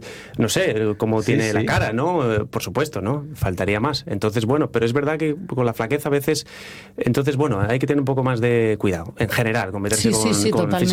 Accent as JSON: {"language": "Spanish", "town": "Luanco", "region": "Asturias", "country": "Spain", "tie": "born or raised there", "said": "en mi pueblo, en Luanco, cada vez que alguien me ve, siempre me dice, que estás más flaco que la última vez que te vi"}